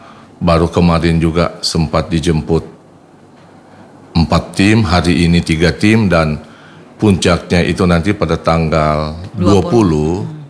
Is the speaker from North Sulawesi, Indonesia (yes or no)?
yes; Sangihe, North Sulawesi, Indonesia; kita sebagai warga Sangihe